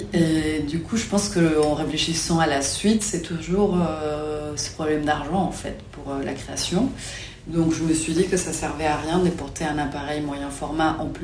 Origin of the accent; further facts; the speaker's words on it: Ensenada, Baja California, Mexico; moved away; also born or lived in Mexico City; Moi je viens de Mexico, mais j'ai grandi dans une toute petite ville qui s'appelle Ensenada, donc pas loin de la frontière avec les États-Unis.